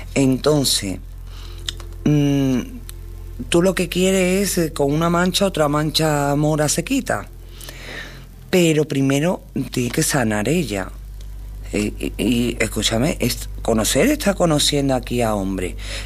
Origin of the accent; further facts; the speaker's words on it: Seville, Andalusia, Spain; Yo soy de Sevilla, lo que pasa es que yo creo que pronuncio mucho la S